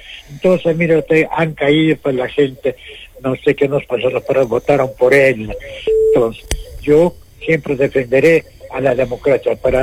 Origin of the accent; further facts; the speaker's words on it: Arequipa, Peru; born there; Como un peruano nato, como soy yo, como ustedes que son natos, somos del Perú.